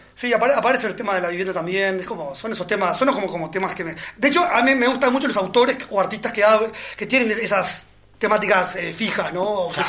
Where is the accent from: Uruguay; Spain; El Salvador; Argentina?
Uruguay; Yo que vengo de Uruguay, que es un es un pueblo para comparar con Buenos Aires